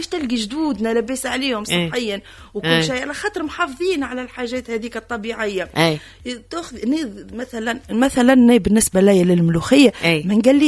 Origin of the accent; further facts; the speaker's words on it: Tunisia; بالحق محلاها بلادنا تونس